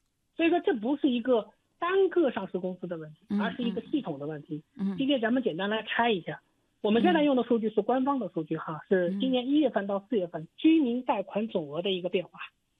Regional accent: Shanghai, China; 咱们上海人叫透支消费

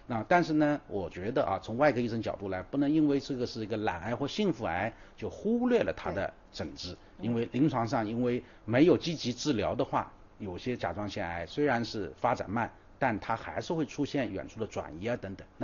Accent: China

